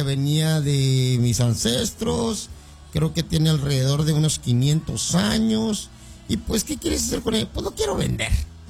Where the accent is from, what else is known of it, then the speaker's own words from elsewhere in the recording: Ébano, San Luis Potosí, Mexico; moved away; Yo no nací en Ébano, pero crecí en Ébano.